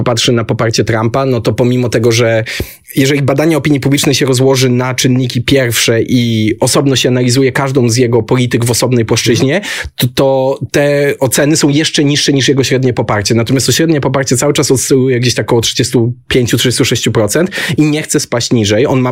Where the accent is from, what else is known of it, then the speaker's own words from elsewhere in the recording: Wrocław, Lower Silesian Voivodeship, Poland; pochodzę z Wrocławia i Odrę lubię i z Odrą mam dobre wspomnienia